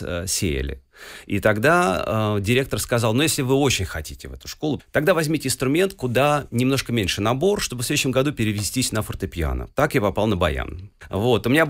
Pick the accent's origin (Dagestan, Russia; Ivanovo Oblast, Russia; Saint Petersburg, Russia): Saint Petersburg, Russia; also born or lived in Moscow; я родился действительно в Москве, но вырос в Санкт-Петербурге. Я коренной петербуржец, можно сказать.